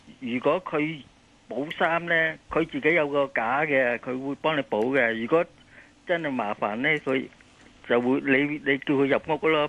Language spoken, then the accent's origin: Cantonese; Yuen Long, New Territories, Hong Kong; 我以前住啊细个住元朗嘅